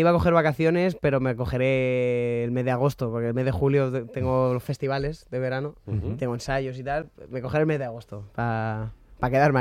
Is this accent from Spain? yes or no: yes; Valencian Community, Spain; Y sí, sobre el papel soy valenciano, pero un valenciano es aquel de Valencia, ¿vale?